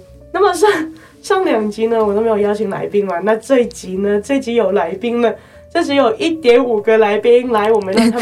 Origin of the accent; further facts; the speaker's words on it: Hong Kong; now in Taiwan; 因为我是香港人嘛，嗯，我不知道我毕业之后会不会继续留在台湾